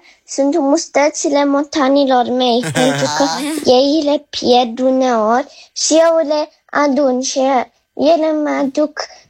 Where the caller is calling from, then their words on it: Timișoara, Timiș County, Romania; din Timișoara, am 9 ani